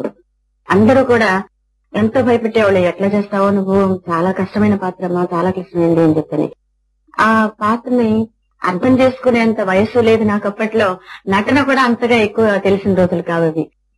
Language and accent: Telugu; Vijayawada, Andhra Pradesh, India; moved away; also born or lived in Madras; నేను పుట్టింది పెరిగింది ఈ ఊరే.